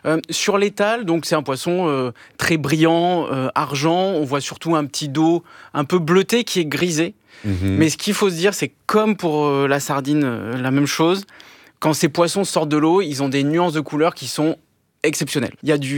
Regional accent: Bordeaux, Nouvelle-Aquitaine, France; born there; Moi, je suis né à Bordeaux.

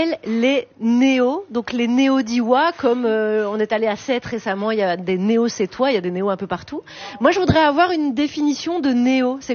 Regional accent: La Louvière, Wallonia, Belgium; On vient toutes les deux de La Louvière.

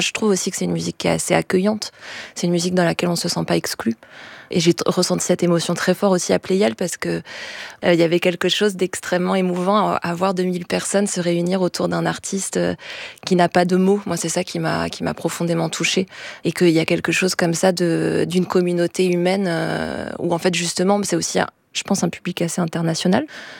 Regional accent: Caen, Normandy, France; j'ai grandi à Caen

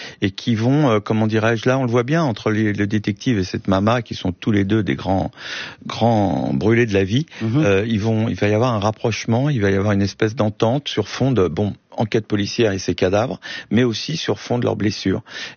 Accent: France

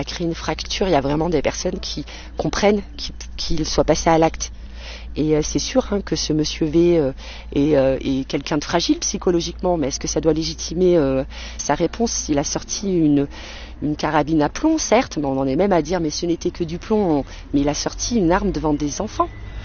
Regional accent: Espaly-Saint-Marcel, Auvergne-Rhône-Alpes, France; born or raised there; now in Le Puy-en-Velay, France

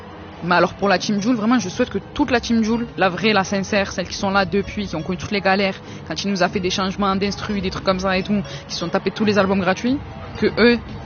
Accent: Marseille, Provence-Alpes-Côte d'Azur, France; Je suis marseillais, je peux pas le.

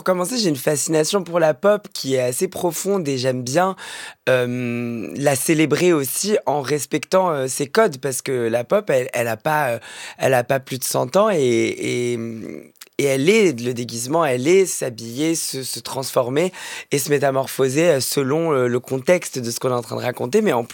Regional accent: France; on est français

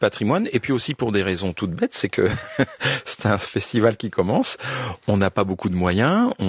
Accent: Orléans, Centre-Val de Loire, France; Moi, j'ai grandi à Orléans et c'est tout à côté.

